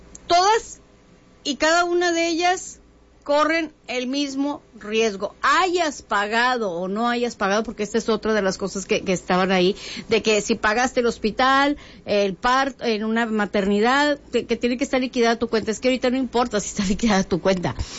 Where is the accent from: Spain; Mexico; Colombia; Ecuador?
Mexico